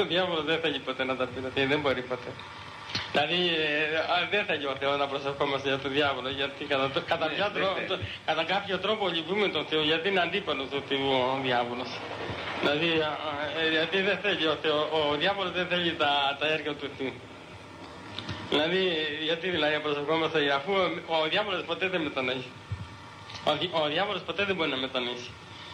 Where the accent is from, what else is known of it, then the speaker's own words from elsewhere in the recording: Crete, Greece; Στο χωριό μου κοντά, στο Λάκο του Δρύ.